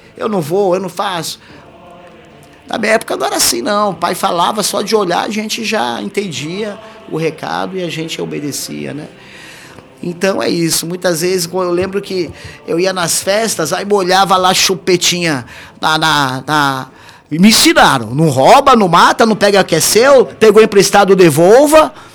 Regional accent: São Paulo, Brazil; Eu sou de São Paulo

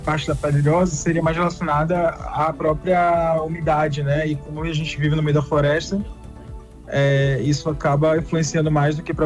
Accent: Amapá, Brazil; now in São Paulo, Brazil

